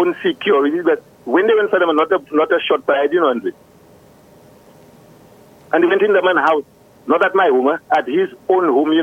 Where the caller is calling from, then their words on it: St. Lucia